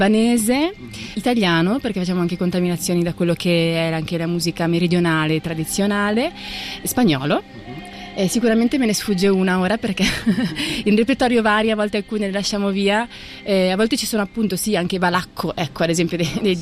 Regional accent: Ticino, Switzerland; sono di origine curda svizzera, ma nata e cresciuta in Ticino.

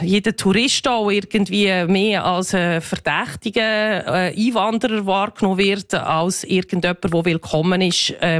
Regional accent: Switzerland; moved away as an adult; now in Washington, United States; ich bin Schweizerin, aber ich wohne in den USA, in Washington.

